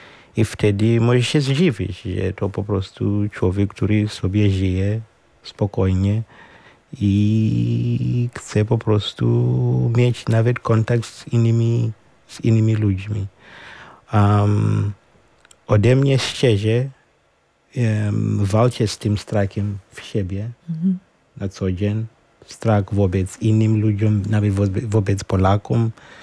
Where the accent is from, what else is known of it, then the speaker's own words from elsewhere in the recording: Zimbabwe; Ukrainian is a second language; moved away as an adult; also born or lived in Ukraine; now in Warsaw, Poland; Ну, я сам з Зімбабве. Перший раз в Європі студіював на Україні, а потім їхав до Польщі. В Польщі працюю як навчитель англійського в школі тут на Мокотові